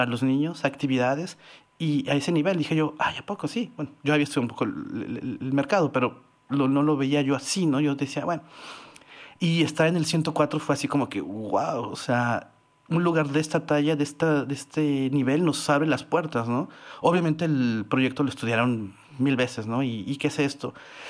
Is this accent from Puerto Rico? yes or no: no; Mexico; Y yo, sí, soy mexicano. Oh, wow, qué padre. Entonces, yo me daba cuenta que muchas veces por ser mexicano se me abrieron puertas